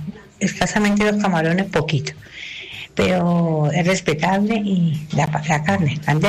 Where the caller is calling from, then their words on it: Bogotá, Colombia; del Barrón de Alcía, localidad de Kennedy.